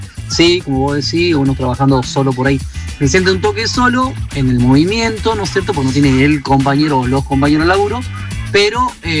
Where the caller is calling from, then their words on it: Bahía Blanca, Buenos Aires Province, Argentina; Soy el Uber Didi amigo acá en la ciudad de Bahía Blanca